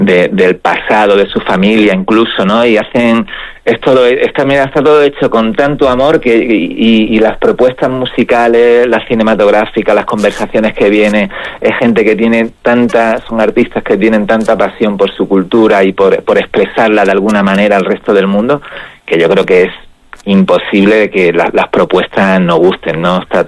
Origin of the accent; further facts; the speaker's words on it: Melilla, Spain; cuando yo vivo en Melilla, soy de Melilla y estoy siempre pues al tanto de lo que ocurre en la ciudad